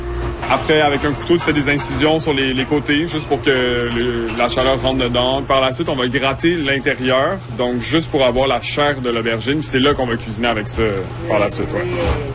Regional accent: France; moved away; Je suis le petit-fils à MLA. On a immigré, nous, un peu après elle, en 2002. On est arrivé de France avec ma mère, donc sa fille.

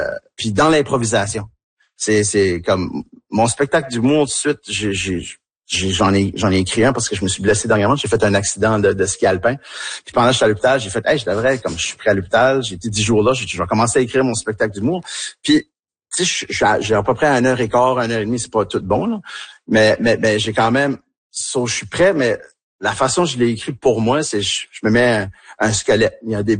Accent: Tracadie, New Brunswick, Canada; accent: Tracadie

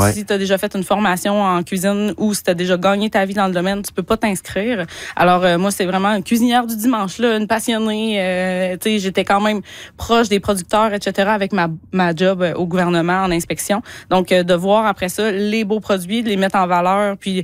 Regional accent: Quebec, Canada; moi, j'ai cuisiné de la viande sauvage toute ma vie, vu que je viens de l'Abitibi, en fait.

